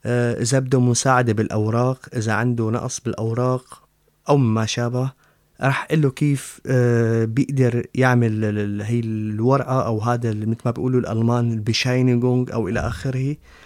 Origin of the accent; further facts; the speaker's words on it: Syria; German is a second language; moved away as an adult; now in Germany; Ich war 18 Jahre. Mhm. Und ich habe mein Heimatland gelassen wegen Würde. Ich möchte nicht als Sklave behandelt. Ich oder die anderen Syrer, andere Menschen, die aus Syrien gekommen sind, einfach Mensch.